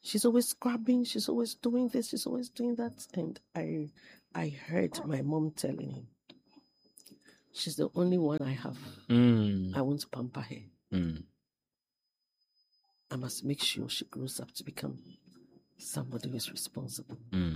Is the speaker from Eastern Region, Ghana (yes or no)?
no; Cape Coast, Central Region, Ghana; born there; Yes, I was born in Cape Coast. My mom was a nurse.